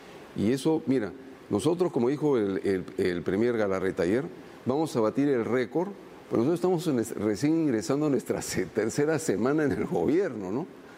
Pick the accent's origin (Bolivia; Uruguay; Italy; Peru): Peru